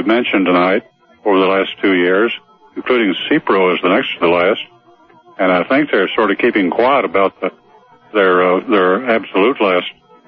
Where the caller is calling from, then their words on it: Torrance, California, United States; from Torrance.